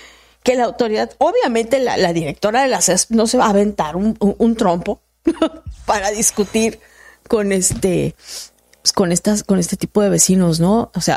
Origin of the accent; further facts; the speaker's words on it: Tabasco, Mexico; now in Tijuana, Mexico; allá en mi pueblo, que es Tabasco